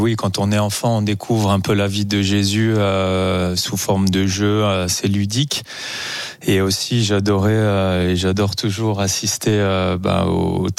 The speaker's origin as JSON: {"language": "French", "town": "Froges", "region": "Auvergne-Rhône-Alpes", "country": "France", "tie": "born or raised there", "said": "Frauges, Frauges là où j'ai grandi"}